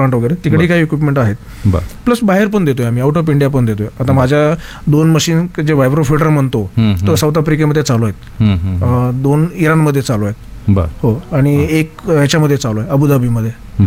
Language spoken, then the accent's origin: Marathi; Pune, Maharashtra, India; basically आम्ही पुण्यातलेच आहोत, म्हणजे आम्ही महाराष्ट्रातले